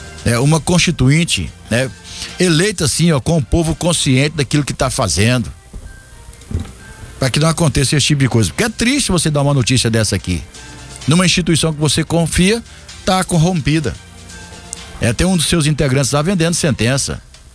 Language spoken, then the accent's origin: Portuguese; Brazil; Dói em mim também como brasileiro.